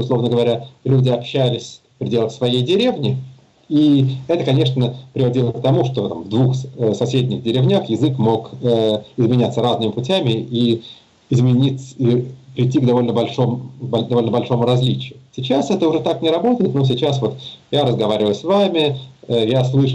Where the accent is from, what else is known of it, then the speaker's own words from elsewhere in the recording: Serbia; first language Serbian; даром, потому что я, естественно, понимаю все, что говорится по-хорватски, по-боснийски, по-черногорски, да, считая при этом, что мой родной язык сербский.